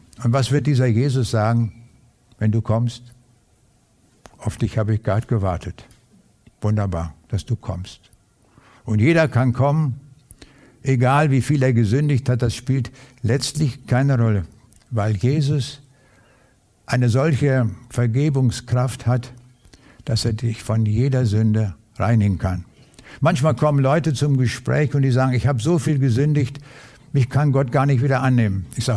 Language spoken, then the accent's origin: German; Lüchow, Lower Saxony, Germany; born there; Nach dem Krieg haben wir auf dem Lande gelebt, in Niedersachsen, in der äußersten Ecke von Niedersachsen. Und ich bin dort in Lüchow zur Schule gegangen.